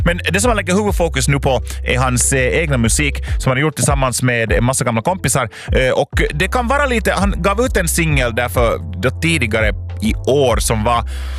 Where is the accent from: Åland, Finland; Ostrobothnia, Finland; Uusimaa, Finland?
Uusimaa, Finland; Loviisa; från Lovisa, från min hemstad.